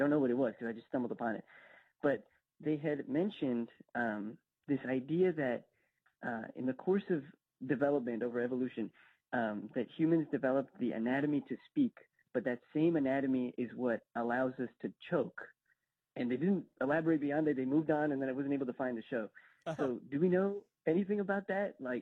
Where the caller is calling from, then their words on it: New York, United States; I'm calling in from Washington Heights.